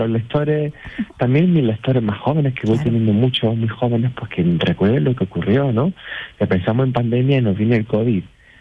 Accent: Úbeda, Andalusia, Spain; A Úbeda, mi tierra, mi preciosa ciudad

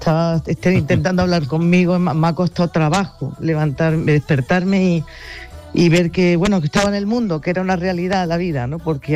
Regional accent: Granada, Andalusia, Spain; yo soy de Granada, soy una enamorada de mi tierra

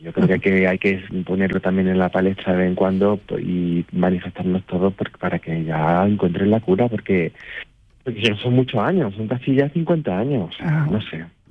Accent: Úbeda, Andalusia, Spain; A Úbeda, mi tierra, mi preciosa ciudad, le pega un tajo, tiene la capa, que es una capa principal.

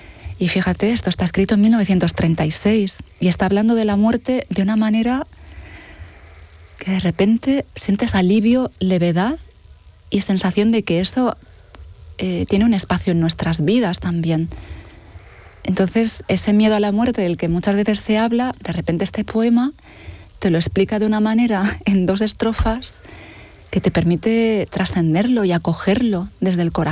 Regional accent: Almería, Andalusia, Spain; a la gente de Almería, a mi gente, a mi tierra

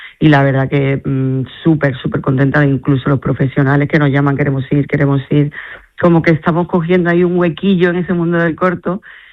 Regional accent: Conil de la Frontera, Andalusia, Spain; Isabel Sánchez y yo somos de Conil.

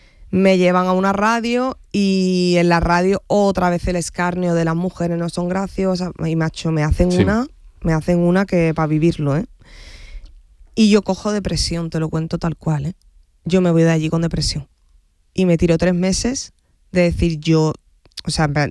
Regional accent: Andalusia, Spain; o sea, yo soy andaluza, soy mujer, soy cómica

